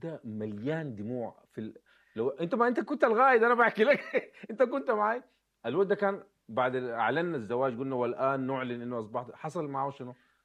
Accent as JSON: {"language": "Arabic", "country": "Sudan", "said": "احنا طبعا كسودانيين"}